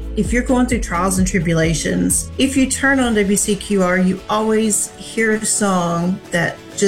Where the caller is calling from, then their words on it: Piney Flats, Tennessee, United States; I'm from Piney Flats, Tennessee.